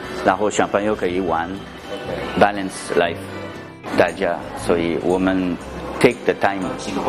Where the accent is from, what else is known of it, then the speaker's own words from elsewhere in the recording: France; Chinese is a second language; moved away as an adult; now in Shanghai, China; 比如说我是法国人